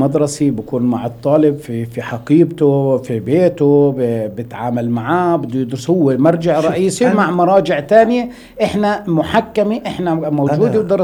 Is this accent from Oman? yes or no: no; Palestine; عندنا في فلسطين